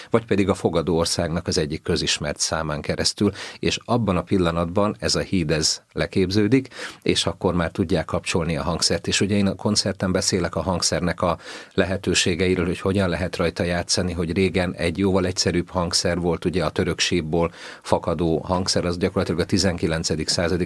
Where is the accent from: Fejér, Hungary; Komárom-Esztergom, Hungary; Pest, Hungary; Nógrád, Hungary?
Pest, Hungary; born or raised there